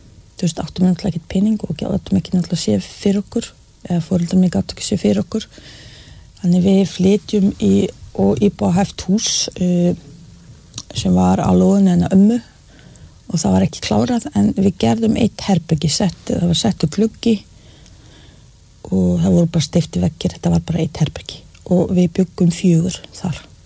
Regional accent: Bosnia & Herzegovina; Icelandic is a second language; now in Iceland; Já, að allir múslimar bosníu múslimar í þessum bæ í mínum heimabæ voru já, voru hvað maður segir já, ekki æskileg þjóð

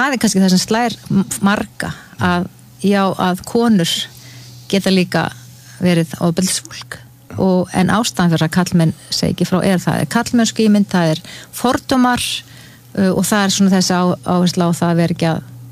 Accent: Ísafjörður, Westfjords, Iceland; Ég meni ég alveg upp á Ísafirði það sem að voru sjóslis, voru tíð og margir

